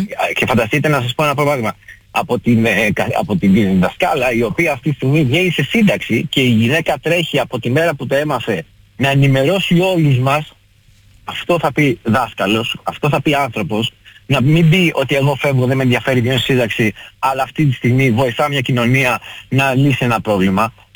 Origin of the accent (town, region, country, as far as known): Greece